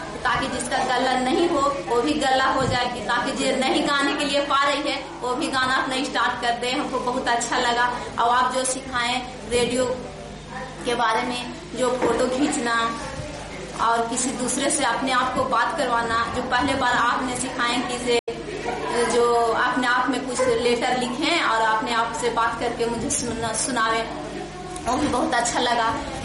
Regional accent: Deo, Bihar, India; मैं देव की रहने वाली हूँ

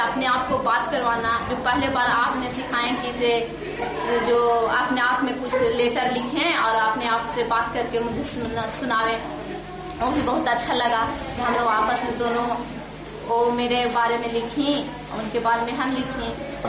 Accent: Deo, Bihar, India; मैं देव की रहने वाली हूँ, मैं यहाँ की गर्ल हूँ

